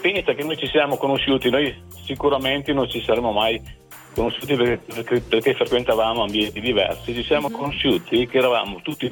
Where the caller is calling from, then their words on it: Lonato del Garda, Lombardy, Italy; Da Lenzano del Garda.